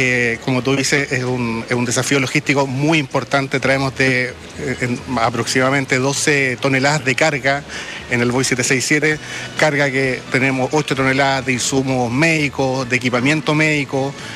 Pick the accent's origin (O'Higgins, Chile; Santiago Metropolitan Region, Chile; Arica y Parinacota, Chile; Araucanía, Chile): Araucanía, Chile; Temuco; Yo soy del sur de Chile, de Temuco